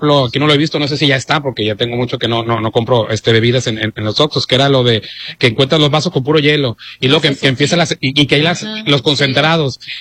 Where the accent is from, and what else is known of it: Mexico